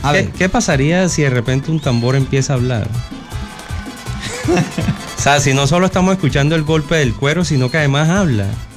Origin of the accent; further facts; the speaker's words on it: Caribbean Region, Colombia; Tiene tanto que decir de nuestro sentir caribe, de nuestro sentir como personas costeñas de la Gran Sabana.